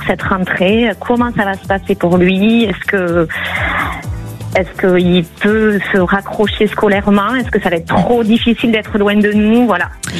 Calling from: Nouvelle-Aquitaine, France; Du Lot-et-Garonne.

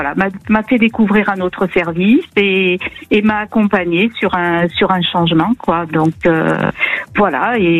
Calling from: Occitanie, France; Alors, je vous appelle de Haute-Garonne.

